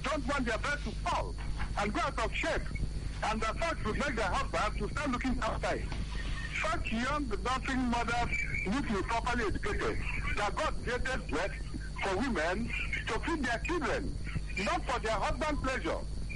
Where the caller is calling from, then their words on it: Imo, Nigeria; I'm calling from my community, Olugedegu, in Oluechie, of Imo State.